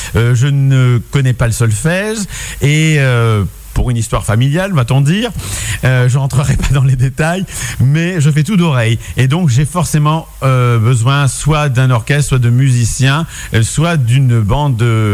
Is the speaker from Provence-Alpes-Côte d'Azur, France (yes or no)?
yes; Cannes, Provence-Alpes-Côte d'Azur, France; born there; c'est une région que je connais bien puisque je suis née à Cannes, plus exactement.